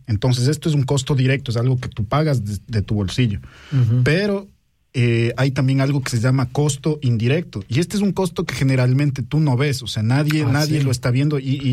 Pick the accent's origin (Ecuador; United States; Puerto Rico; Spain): Ecuador; yo pienso que en el Ecuador, de donde yo vengo, no se está pensando mucho en los costos indirectos